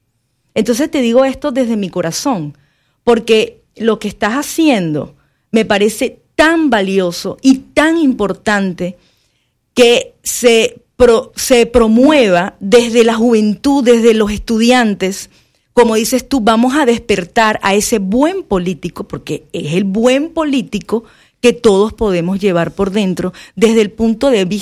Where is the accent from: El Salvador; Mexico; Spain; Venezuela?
Venezuela; Yo soy venezolana.